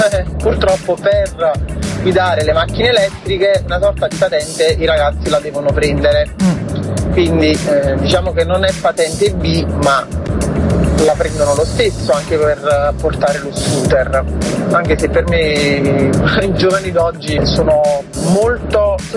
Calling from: Caserta, Campania, Italy; da Caserta

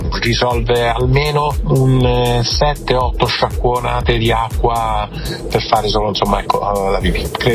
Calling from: Viterbo, Lazio, Italy; da Viterbo.

